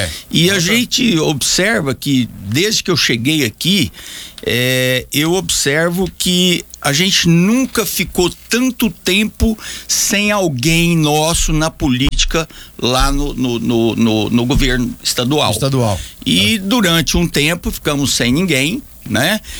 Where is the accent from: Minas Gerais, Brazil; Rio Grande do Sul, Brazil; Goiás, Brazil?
Goiás, Brazil; Goiânia; also born or lived in Brasília; now in Anápolis, Brazil; Eu sou goianiense, sou campineiro, mas sou cidadão anapolino e amo demais essa cidade, onde eu realmente vim de Brasília para cá na época, transferido para a Força Aérea